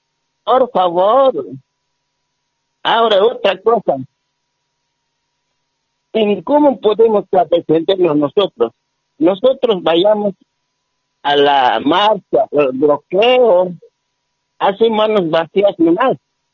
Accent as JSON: {"language": "Spanish", "country": "Bolivia", "tie": "born or raised there", "said": "somos bolivianos, somos originarios, nacidos en Bolivia, criados en Bolivia. Para nosotros no venimos de otro país."}